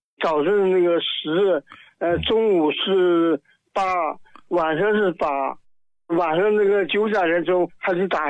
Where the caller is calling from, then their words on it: Jilin, China; 延边那个朝鲜之州统文市的。